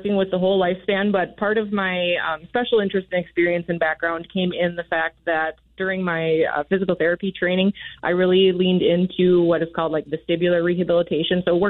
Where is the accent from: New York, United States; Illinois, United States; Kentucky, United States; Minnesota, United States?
Minnesota, United States; Montevideo; Yeah, so I'm originally from Montevideo. I did my undergraduate at Gustavus down in St. Peter.